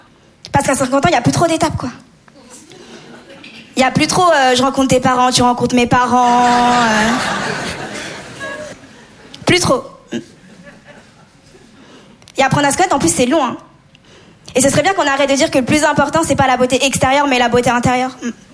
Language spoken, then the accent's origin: French; Comoros; Je suis comorienne maoraise malgache. C'est des îles dans l'océan Indien.